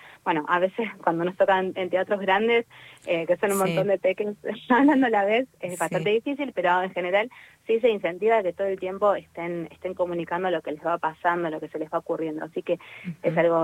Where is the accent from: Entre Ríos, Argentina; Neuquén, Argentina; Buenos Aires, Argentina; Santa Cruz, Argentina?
Buenos Aires, Argentina; nosotros somos de Buenos Aires